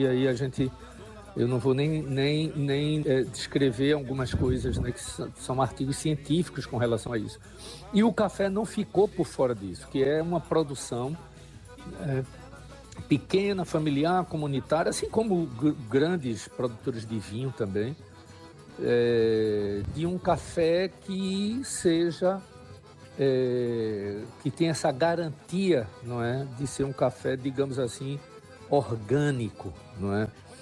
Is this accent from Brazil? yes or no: yes; Carpina, Pernambuco, Brazil; na zona da Mata Norte, de onde eu vim, lá de Carpina